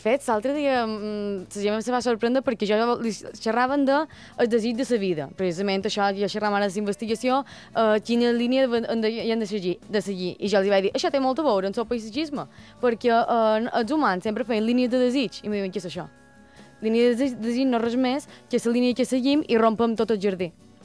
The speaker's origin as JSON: {"language": "Catalan", "town": "Manacor", "region": "Balearic Islands", "country": "Spain", "said": "De Manacó, crec que se nota"}